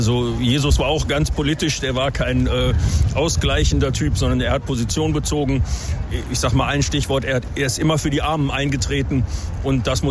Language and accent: German; Lower Saxony, Germany; Ich komme aus Nordwestdeutschland zwischen Osnabrück und Bremen.